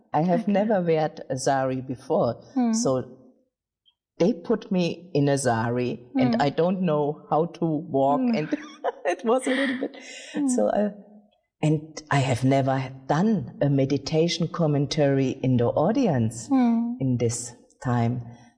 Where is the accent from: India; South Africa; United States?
India